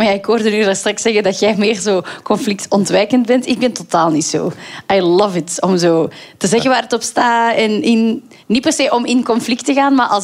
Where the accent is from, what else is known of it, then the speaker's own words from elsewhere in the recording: Flanders, Belgium; accent: Antwerp; Allee, je kunt daar niet in het Antwerps beginnen.